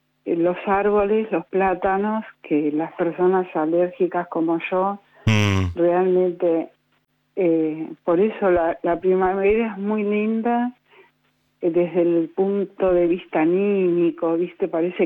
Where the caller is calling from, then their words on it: Buenos Aires, Argentina; De Villa del Parque.